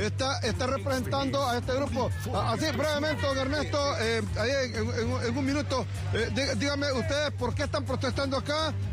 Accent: Honduras; todos somos hondureños y tenemos que darnos un abrazo y querernos.

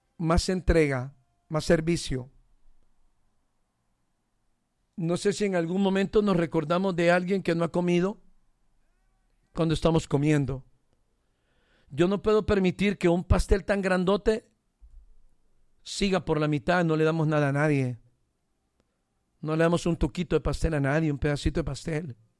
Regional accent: Honduras

